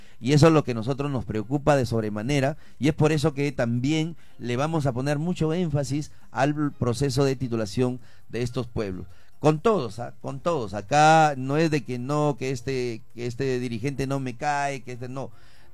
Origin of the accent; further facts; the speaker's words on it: Piura, Peru; born there; Pero sobre todo somos octubrinos. Y sobre todo anhelamos que el pueblo en el cual hemos nacido y que vivimos salga adelante.